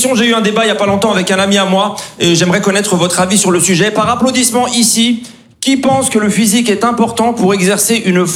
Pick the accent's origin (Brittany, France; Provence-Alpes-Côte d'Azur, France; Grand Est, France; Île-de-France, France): Grand Est, France; Et les amis, j'ai grandi en Alsace avec la forte présence de la communauté turque.